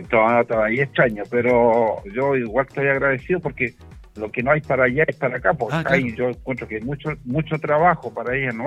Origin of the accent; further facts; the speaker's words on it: Yerbas Buenas, Maule, Chile; moved away as an adult; now in Requínoa, Chile; Todavía extraña a mi pueblo, nací y criado en Hierbas Buenas.